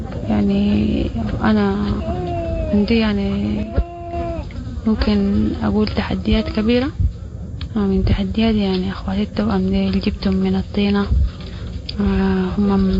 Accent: Omdurman, Khartoum, Sudan; يعني احنا جينا من الخرطوم من درمان، جات من بعيد شديد

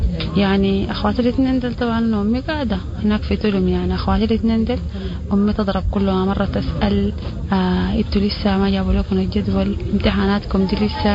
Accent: Omdurman, Khartoum, Sudan; يعني احنا جينا من الخرطوم من درمان جات من بعيد شديد. يعني كان بتقري في مدارس دكتور أبو زر الكودة هسي جبتها هنا في معسكر خاطة.

